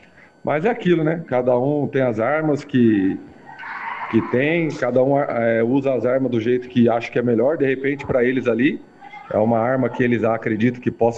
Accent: São Paulo, Brazil; also born or lived in São José; now in Francisco Beltrão, Brazil; nós que somos de São Paulo, as nossas famílias estão indo em peso para São José

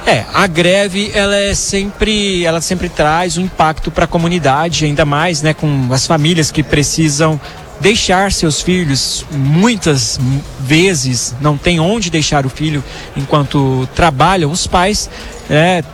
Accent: Brazil; somos brasileiros, conhecemos a classe política brasileira

